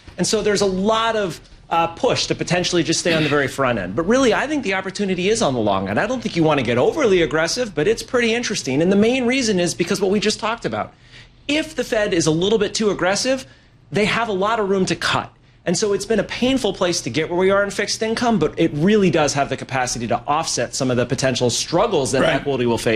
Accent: San Diego, California, United States; Oh, I grew up in San Diego, so for me, it's definitely the Padres.

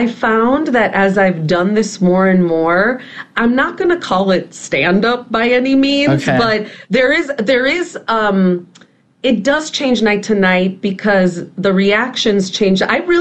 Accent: Chicago, Illinois, United States; my experience is a bilingual and bicultural experience. Like, I was born and raised in Chicago. I am an 80s girl.

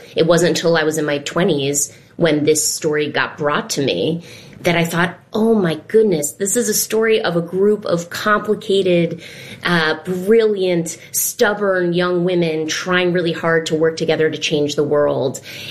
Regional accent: Vermont, United States; She was just a minor supporting character on a cast album growing up in Vermont.

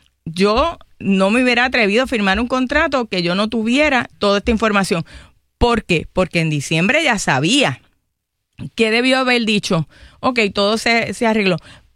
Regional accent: Toa Alta, Puerto Rico; Yo soy de Toa Alta.

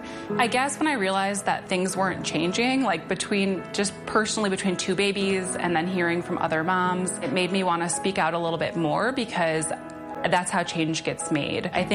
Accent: Chicago, Illinois, United States; I'm from Chicago, and I'm a mom and a Chicago police officer.

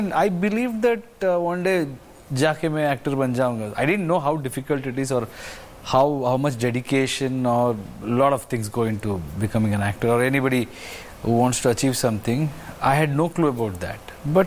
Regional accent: Mysore, Karnataka, India; also born or lived in Hassan district, Karnataka; My father is from Mysore, so I grew up in Mysore. Most of my childhood was in Mysore.

